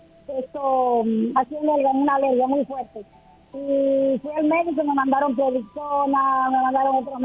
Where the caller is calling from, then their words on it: Margarita Island, Nueva Esparta, Venezuela; soy de aquí de Margarita.